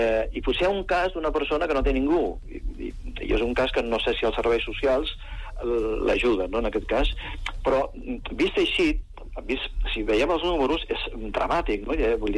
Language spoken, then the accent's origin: Catalan; Barberà de la Conca, Catalonia, Spain; jo vinc de Barberà de la Conca, que és un municipi que té 426 habitants. És a dir, conec una mica la situació.